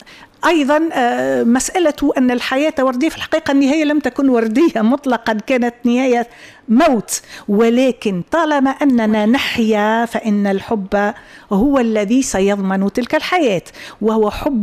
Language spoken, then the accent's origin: Arabic; Tunisia; باعتبارنا تونسيين